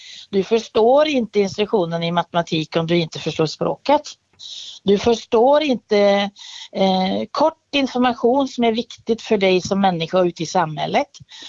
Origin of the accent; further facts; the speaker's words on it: Norway; I Norge, där jag kommer ifrån ursprungligen, så har vi ofta 2 lärarsystem.